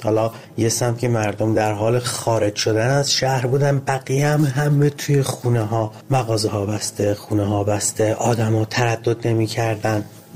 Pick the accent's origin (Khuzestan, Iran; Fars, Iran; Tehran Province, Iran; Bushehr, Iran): Khuzestan, Iran; Ahvaz; من کودکیمو توی جنگ گذروندم، اهواز، و در تمام طول 8 سال جنگ من با این سیر افزایشی بمباران ها بزرگ می شدم